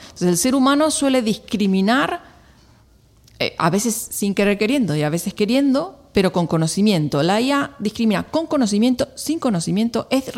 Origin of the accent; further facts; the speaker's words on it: Argentina; born there; Por si no se dieron cuenta, soy argentina de nacimiento y voy a filosofar.